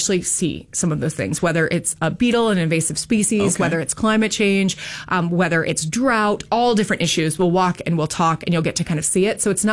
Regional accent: Indiana, United States; I was actually back home. I grew up in Indiana this weekend, and I went to one of our reuse centers

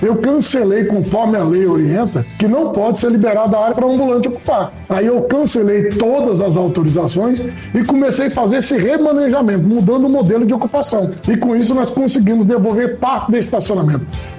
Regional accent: Brasília, Federal District, Brazil; Eu estou em Brasília há 60 anos. Eu nasci, cresci em Brasília

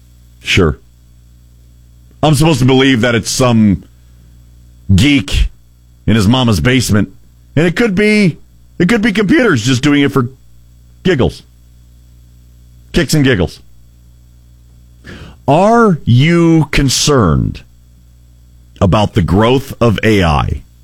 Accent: United States; I'm an American.

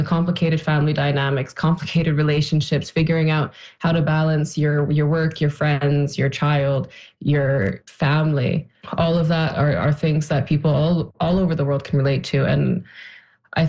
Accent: Newfoundland and Labrador, Canada; born there; I mean, I was born in Newfoundland. I was born in Bjorn.

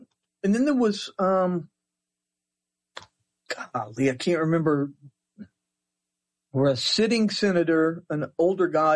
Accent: Texas, United States; as a Texan, as an LGBTQ person.

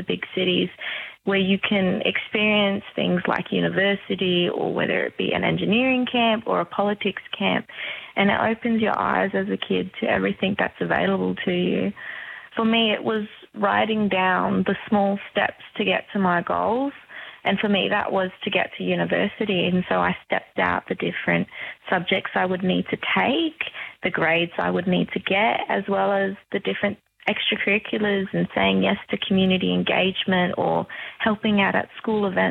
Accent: Broome, Western Australia, Australia; also born or lived in Perth; I grew up in Broome for a large portion of my life. After I was born in Bulu, Perth, we made the very big journey up the coast of WA

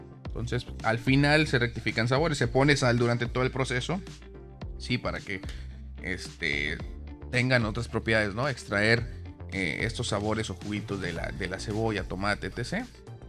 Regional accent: Mexico; Que quede claro, soy mexicano.

